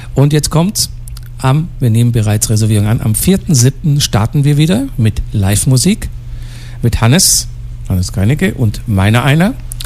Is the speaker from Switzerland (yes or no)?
no; Germany; Und diesmal ist es mein Heimatland. Deutschland-Tour ist angesagt.